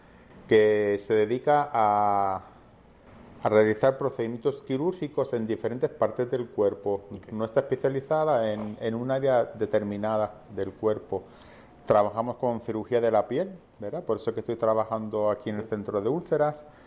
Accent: Spain; moved away as an adult; also born or lived in Zaragoza; now in Puerto Rico; Yo soy español, estudié en la Universidad de Zaragoza. Una vez que terminé, vine a Puerto Rico y aquí sí que hice la residencia en el hospital universitario.

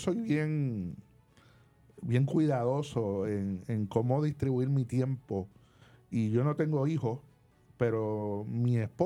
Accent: Carolina, Puerto Rico; yo me crié en Carolina, yo vivía en Carolina, aunque frecuentaba más en Atorrey

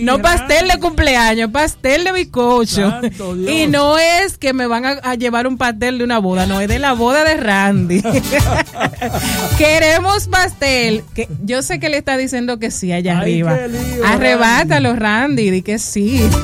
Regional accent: Dominican Republic; somos dominicanos

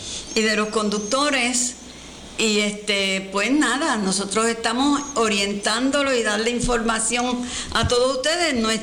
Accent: Puerto Rico

